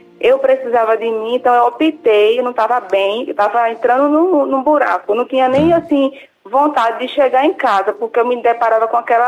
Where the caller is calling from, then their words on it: Pernambuco, Brazil; De algum lugar de Pernambuco.